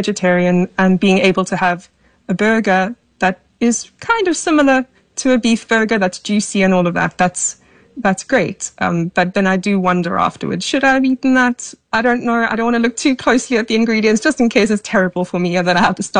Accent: Port Elizabeth, Eastern Cape, South Africa; now in London, United Kingdom; I am a senior tutor and I work in London, and I'm originally from South Africa, a small city called Port Elizabeth.

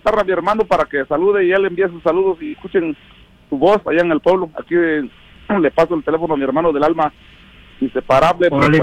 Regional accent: Santa María Pindú, Mexico; Soy del pueblo de Santa María Pindú, allá están mis ¿sí? papás, mis tíos

